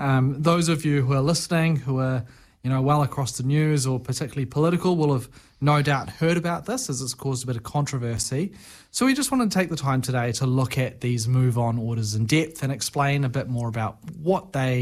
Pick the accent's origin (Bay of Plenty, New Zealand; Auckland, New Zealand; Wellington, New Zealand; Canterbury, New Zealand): Canterbury, New Zealand; Christchurch; moved away; I'm originally from Christchurch.